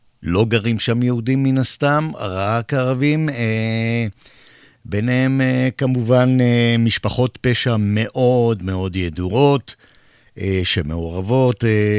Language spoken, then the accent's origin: Hebrew; Ramla, Central District, Israel; born there; moved away; אני גדלתי באזור, את תחילת שנות חיי גדלתי ברמלה